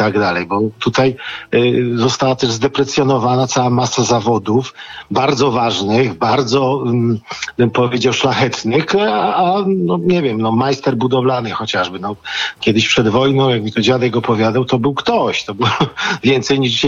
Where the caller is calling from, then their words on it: Kraków, Lesser Poland, Poland; z Krakowa